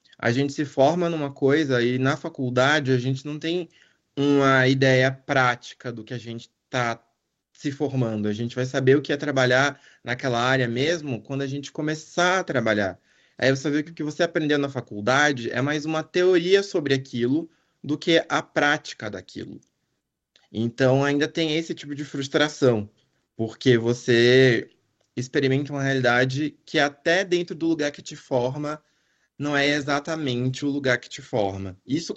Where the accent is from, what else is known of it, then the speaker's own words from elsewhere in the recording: Bahia, Brazil; now in São Paulo, Brazil; quem muda de estado, como foi o meu caso, que eu sou baiano e hoje há 10 anos moro em São Paulo.